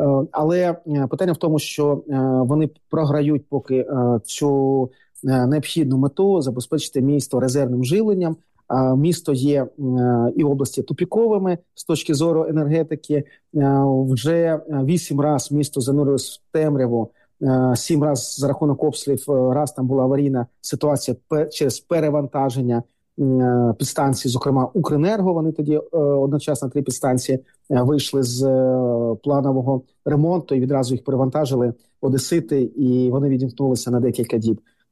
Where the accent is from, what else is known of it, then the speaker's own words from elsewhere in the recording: Kharkiv, Kharkiv Oblast, Ukraine; зокрема, в моєму рідному Харкові